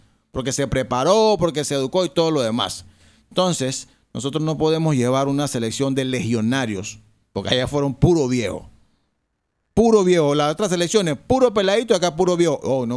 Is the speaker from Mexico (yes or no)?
no; Panama; yo soy panameño 100%